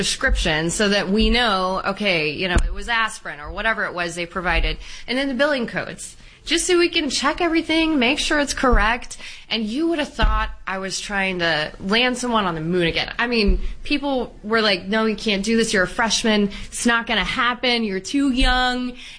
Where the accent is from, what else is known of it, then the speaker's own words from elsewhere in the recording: Round Rock, Texas, United States; So I grew up in Round Rock. That's where I represent.